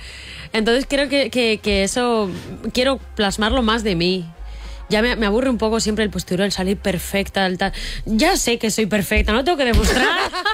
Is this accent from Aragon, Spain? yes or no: yes; Zaragoza, Aragon, Spain; born there; tengo sangre de andaluza porque mi abuela materna es de Andalucía y pues luego yo nací en Zaragoza.